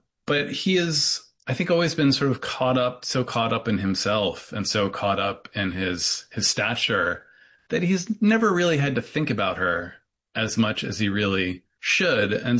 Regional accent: Syracuse, New York, United States; born or raised there

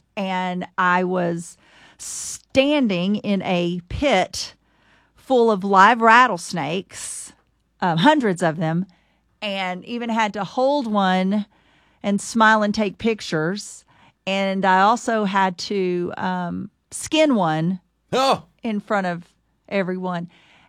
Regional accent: Sweetwater, Texas, United States; I was crowned Miss Snake Charmer back in the 90s for my hometown's festival. They're famous for the world's largest rattlesnake roundup in Sweetwater, Texas.

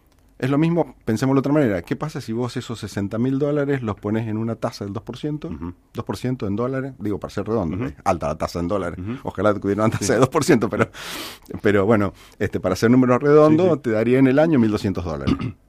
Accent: Mendoza, Argentina; nosotros como comunidad mendocina

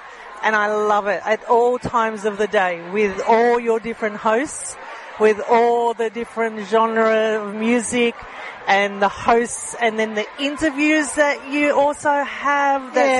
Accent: Adelaide, South Australia, Australia; now in Melbourne, Australia; I'm originally from Adelaide, yeah.

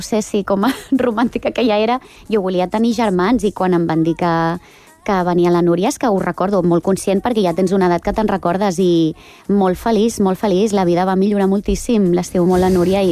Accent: Badalona, Catalonia, Spain; Soc del centre de Badalona, sí.

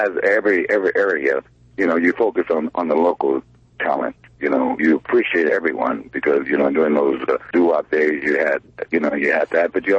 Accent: Monrovia, California, United States; I grew up in Monrovia, California. It's in Los Angeles County. And I grew up there up until probably around my 20 years.

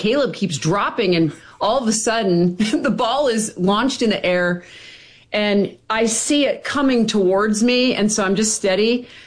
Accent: Canada; born there; Well, you know, I was born in Canada.

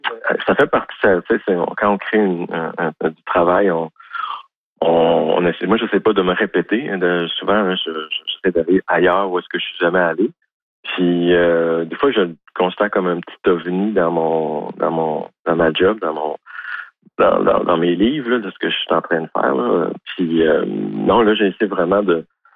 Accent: Quebec, Canada; accent: Québécois

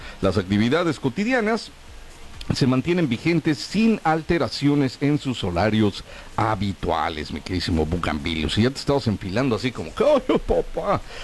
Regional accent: Mexico; Porque somos mexicanos

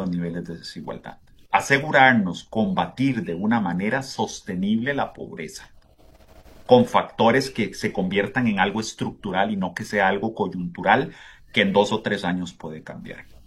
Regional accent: Costa Rica

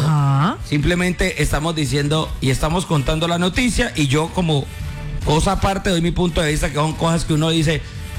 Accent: Tolima, Colombia; Vos sabés, aunque soy tolimense.

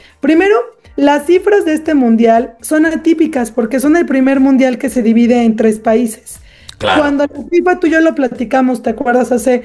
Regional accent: Mexico; volvíamos a identificarnos como somos los mexicanas y los mexicanos.

